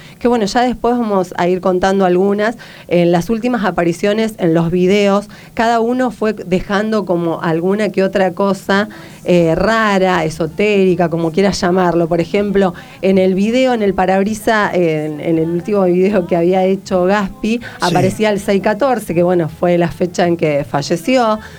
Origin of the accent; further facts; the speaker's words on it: Argentina; ¿cómo no voy a sacar pecho siendo argentina?